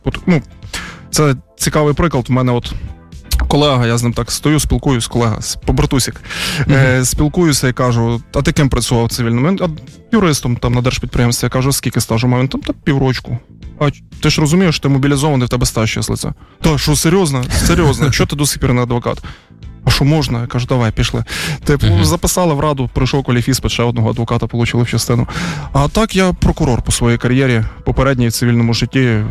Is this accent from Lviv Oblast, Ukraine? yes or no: yes; Lviv Oblast, Ukraine; я з Львівської області